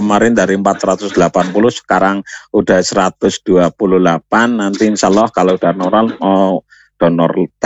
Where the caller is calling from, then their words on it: Banyumas, Central Java, Indonesia; Kali Bagor mbak.